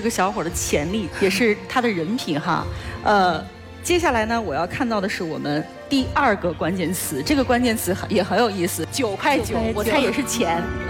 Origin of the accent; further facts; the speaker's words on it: China; 其实我们中国人的传统还是要看看父母的意见的。